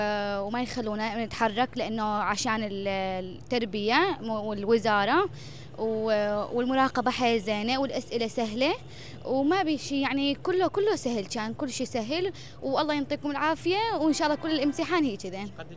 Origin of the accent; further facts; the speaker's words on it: Al-Hasakah, Al-Hasakah Governorate, Syria; أنا جاي من الحسكة أقدم امتحان هون بدير الزور،